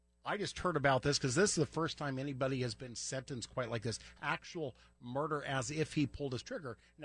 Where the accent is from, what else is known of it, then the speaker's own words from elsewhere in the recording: Oregon, United States; also born or lived in Midwest; We're old enough. We grew up in the Oregon and the Midwest.